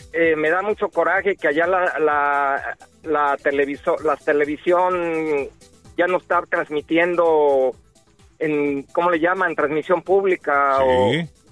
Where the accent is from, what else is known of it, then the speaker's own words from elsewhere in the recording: Mexico; 130 millones de seres que viven en mi país